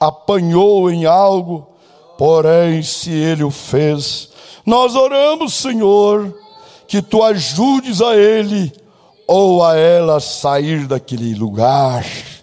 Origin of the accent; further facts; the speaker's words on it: Goiás, Brazil; now in Campinas, Brazil; Eu sou de Goiás, Goiânia. Goiânia era um milagre falar em Goiânia. Conheci Goiânia, eu acho que era rapaz, era só lá na roça. Trindade, meu Deus, lá na Trindade